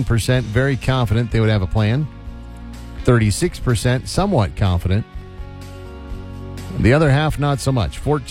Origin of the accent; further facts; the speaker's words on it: California, United States; I think that's a growing up in SoCal thing where, for the most part, it was just kind of ride out the earthquake.